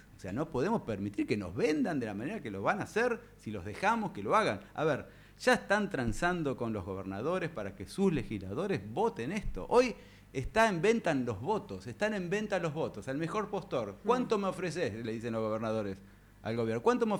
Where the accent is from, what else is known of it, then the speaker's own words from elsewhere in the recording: Argentina; Somos el pueblo argentino